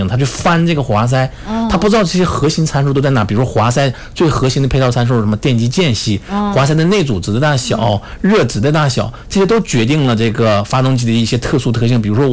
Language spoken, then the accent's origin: Chinese; Northeast China, China; accent: Northeastern Mandarin; now in Fuzhou, China; 用我们东北话叫肉比较梗，